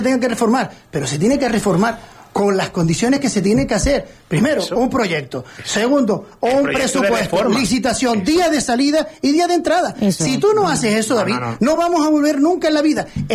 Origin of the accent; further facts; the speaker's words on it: Canary Islands, Spain; ¿Sabes cuántas islas somos? 8.